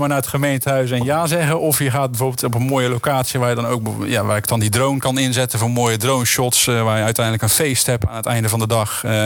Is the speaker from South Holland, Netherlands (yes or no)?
yes; Dordrecht, South Holland, Netherlands; Klopt. Geboren en getogen in Sterrenburg.